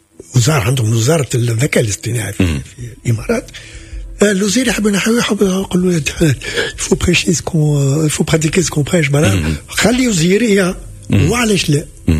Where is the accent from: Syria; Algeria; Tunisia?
Tunisia; moved away as an adult; انا جاي من تونس